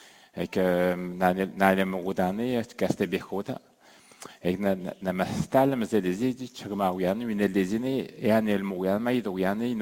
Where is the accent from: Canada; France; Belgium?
Canada; Pessamit, Quebec; quand il m'a ramené chez nous à Pessamit